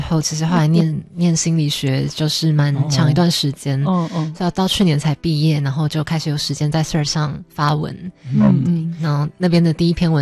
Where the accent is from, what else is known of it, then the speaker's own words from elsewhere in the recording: Tamsui, New Taipei, Taiwan; 是淡水人